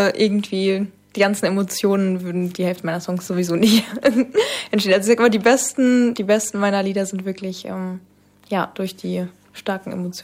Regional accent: Frankfurt, Hesse, Germany; now in Darmstadt, Germany; Also ich komme eigentlich aus Frankfurt. Genau, ich bin dann für das Studium umgezogen nach Darmstadt.

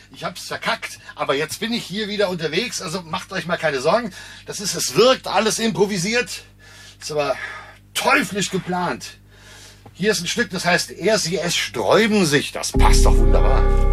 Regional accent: Offenbach am Main, Hesse, Germany; accent: Frankfurt; also born or lived in Frankfurt; so meinen Frankfurter Akzent angelegt. Aber trotzdem sage ich hier, trotz bei aller Frankfurt-Liebe, ne? Offenbach, da komme ich her. Da gehe ich wieder hin.

